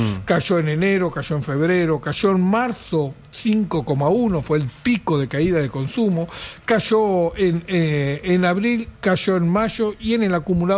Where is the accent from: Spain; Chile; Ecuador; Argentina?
Argentina; el mercado interno somos los argentinos.